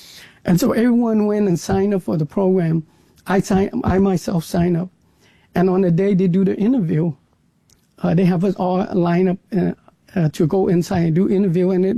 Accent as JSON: {"language": "English", "country": "Vietnam", "tie": "born or raised there", "said": "I was born in Vietnam when my father have already left the country. I grew up in a country where social perception really mattered."}